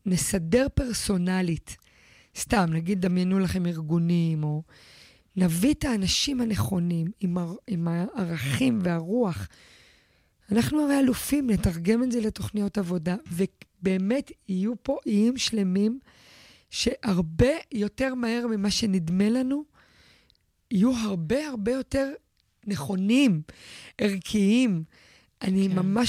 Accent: Beersheba, Southern District, Israel; אני גדלתי בבאר שבע בשנות ה-90, גרנו ברחוב העלייה, השבעת לך רומנים, פולנים, מרוקאים, פרסים, דתיים, חרדים, חילונים.

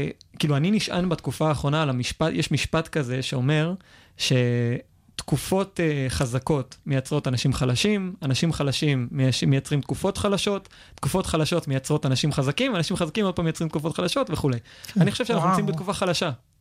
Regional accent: Hod HaSharon, Central District, Israel; אני גדלתי בהוד השרון. גדלתי לזוג הורים שבמקור הם מאיראן

